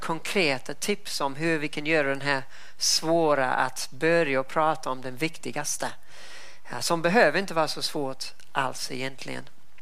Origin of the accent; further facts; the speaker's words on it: New Zealand; now in Sweden; mitt hemland Nya Zeeland